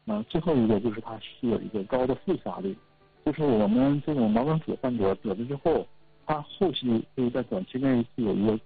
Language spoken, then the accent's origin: Chinese; Jilin, China; 对于咱们东北人、吉林人来说，比如说口味会很重，盐就吃的比较多